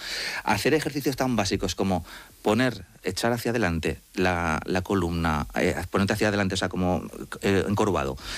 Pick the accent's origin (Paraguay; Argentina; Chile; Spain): Spain; Madrid, Community of Madrid; ya que tengo que soy madrileño, sí, y mis padres son argentinos